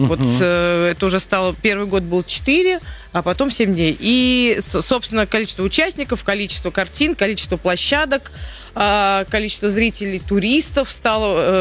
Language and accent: Russian; Nizhny Novgorod, Nizhny Novgorod Oblast, Russia; это мой родной город, я родом из Нижнего